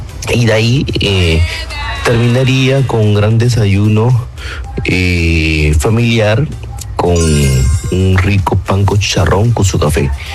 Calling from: Lima, Peru; de Lince.

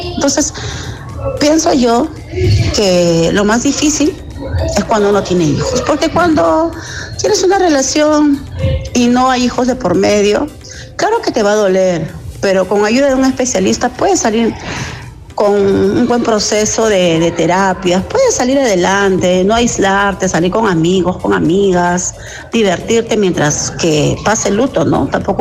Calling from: Lima, Peru; Muy buenos días, Angie. … de Cercado de Lima.

